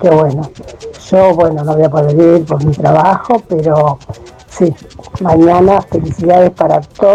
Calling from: La Plata, Buenos Aires Province, Argentina; de La Plata, casualmente de acá, de la ciudad de Bonet.

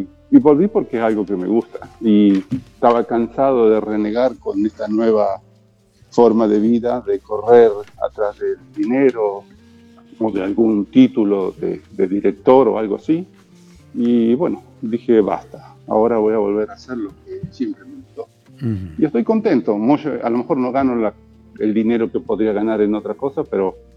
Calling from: Masovian Voivodeship, Poland; Estoy hablando desde Polonia, cerca de Varsovia, donde vivo desde hace ya 27 años.

